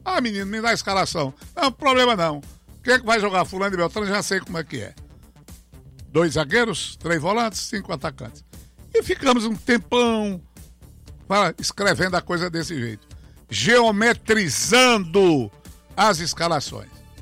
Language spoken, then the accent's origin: Portuguese; Ceará, Brazil; Nós somos do Ceará e nós temos o nosso jeito de falar, o nosso jeito de ser. Nós temos os nossos comeres, os nossos saberes, os nossos beberes.